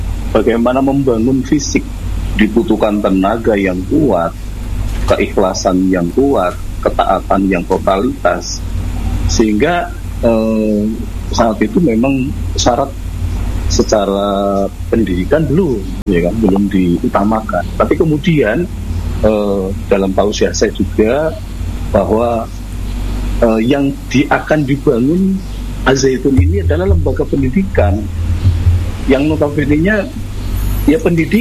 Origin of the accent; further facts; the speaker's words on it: Cilacap, Central Java, Indonesia; now in Indramayu, Indonesia; Kalau asal saya memang dari Jawa Tengah, Cilacap. Tahun 2000 saya sebagai karyawan di Azzaitun, bermodalkan ijazah SMP.